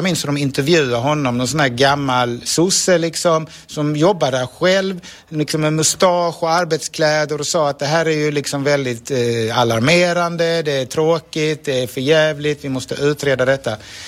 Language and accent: Swedish; Sweden; now in Malmö, Sweden; vi svenskar är så mesiga